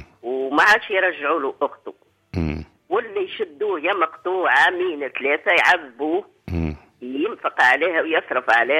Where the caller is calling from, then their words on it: Hammamet, Nabeul Governorate, Tunisia; من الحمامات.